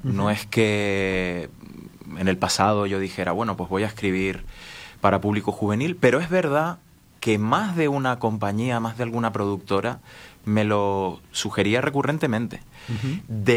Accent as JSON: {"language": "Spanish", "region": "Canary Islands", "country": "Spain", "tie": "born there", "said": "Nací en Canarias en el año 76, hace ya unos añitos."}